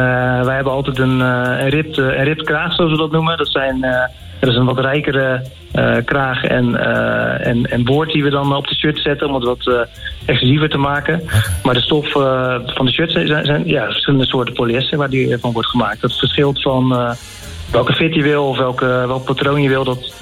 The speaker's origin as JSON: {"language": "Dutch", "town": "Rotterdam", "region": "South Holland", "country": "Netherlands", "tie": "born there", "said": "Ja, geboren in Rotterdam."}